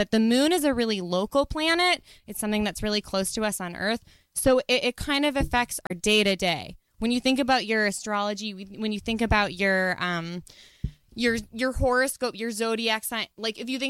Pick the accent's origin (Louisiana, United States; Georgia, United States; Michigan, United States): Michigan, United States; Detroit; I am here visiting from Detroit. Rachel is one of my best friends from home.